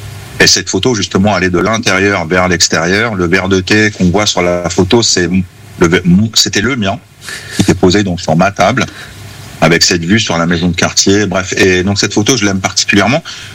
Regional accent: Évreux, Normandy, France; Mais effectivement, j'ai grandi à la Madeleine et voilà, j'ai un attachement avec, avec ce quartier.

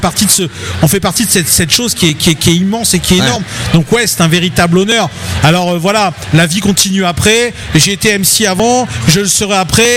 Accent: Roubaix, Hauts-de-France, France; Moi, je suis de Roubaix. Je suis pas loin.

